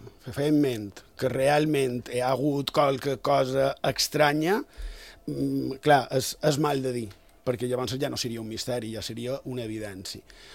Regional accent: Palma, Balearic Islands, Spain; jo som de ciutat, som de Palma, però vaig tenir la sort d'haver viscut també part de la meva infantesa a la ruralia.

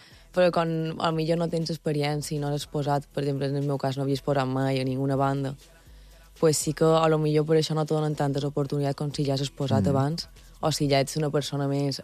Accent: Palma, Balearic Islands, Spain; Sí, jo soc de Palma.

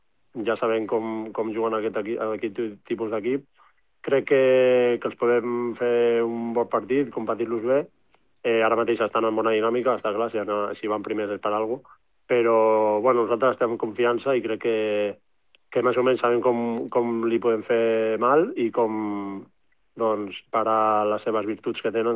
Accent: Barcelona, Catalonia, Spain; moved away as an adult; now in Ibiza, Spain; jo no havia viscut a Eivissa, però molt bé. Jo tinc la sort que soc de Barcelona, que la tinc aquí al costat

